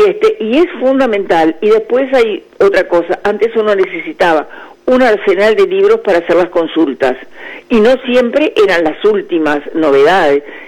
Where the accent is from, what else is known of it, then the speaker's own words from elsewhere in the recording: Tacuarembó, Uruguay; en el interior, como yo soy de Tacuarembó